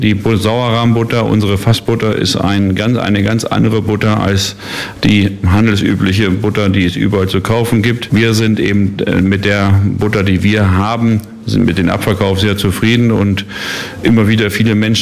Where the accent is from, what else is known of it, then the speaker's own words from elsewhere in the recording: Lower Saxony, Germany; moved away as an adult; now in Uckermark, Germany; Gebürtig komme ich aus dem Raum Hannover